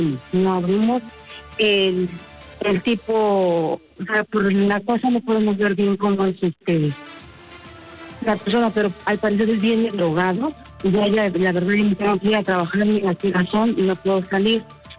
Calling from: Mexico; soy mi privada de Violeta, de 1418, en Viveros del Valle

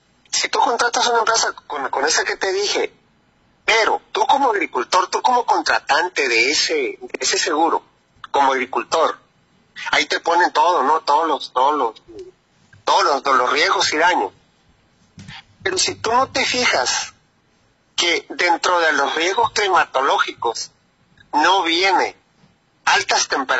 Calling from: Mexicali, Baja California, Mexico; Yo le hablo de acá, de Mexicali, Nacho. Yo he trabajado mucho tiempo ahí como técnico ahí en el Valle de Mexicali.

